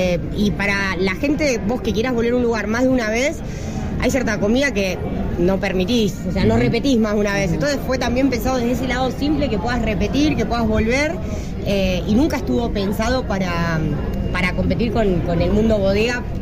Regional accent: Bariloche, Río Negro, Argentina; yo soy de Bariloche

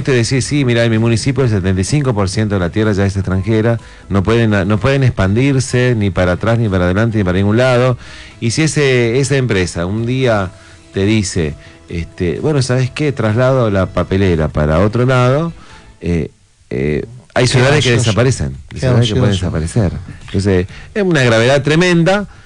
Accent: Misiones, Argentina; vengo de Misiones

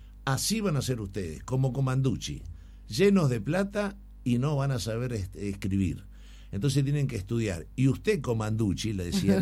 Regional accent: Buenos Aires, Argentina; born there

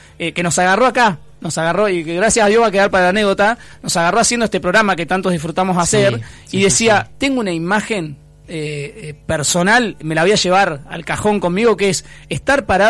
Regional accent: Argentina

